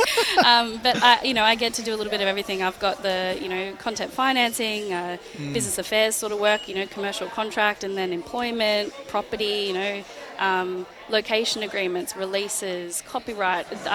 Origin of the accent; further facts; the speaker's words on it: Sydney, New South Wales, Australia; now in Canberra, Australia; I'm Waka Waka woman. Yes. And born and raised in Sydney, off country, but really, really proud of my heritage